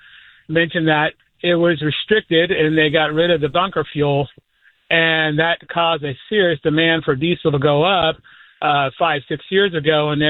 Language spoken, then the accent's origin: English; Sacramento, California, United States; now in Duluth, United States; I grew up in Sacramento, so I know you, listened to you before I moved out here at night.